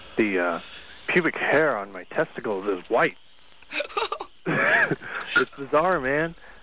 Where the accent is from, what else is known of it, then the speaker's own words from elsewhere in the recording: Alaska, United States; now in Federal Way, United States; I'm in Federal Way. I'm actually originally from Alaska.